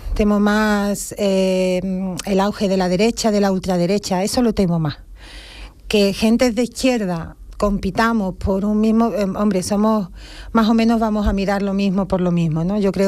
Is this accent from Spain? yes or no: yes; Spain; yo me considero española también